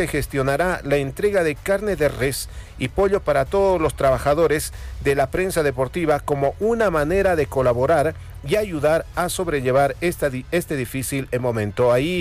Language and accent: Spanish; Bolivia; somos bolivianos, no somos de otro país, somos bolivianos